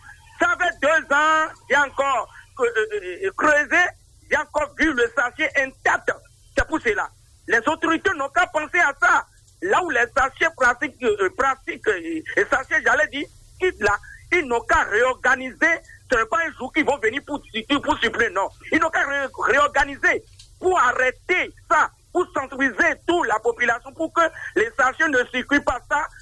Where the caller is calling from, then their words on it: Benin; Je vous appelle depuis Guiguet.